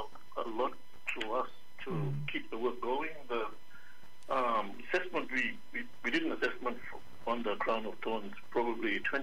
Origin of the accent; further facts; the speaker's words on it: Mabuiag, Queensland, Australia; Me, personally, I'm from Mabiog, on the western side, along Torres Strait.